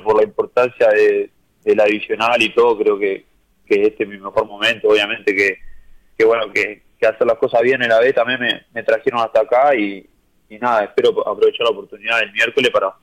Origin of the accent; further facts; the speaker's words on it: Mendoza Chico, Florida, Uruguay; Sí, de Mendoza Chico.